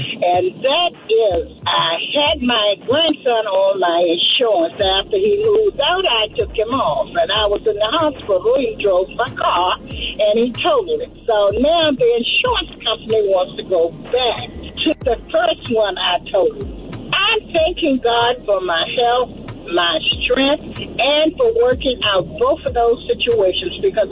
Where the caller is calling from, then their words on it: Virginia, United States; I'm from Virginia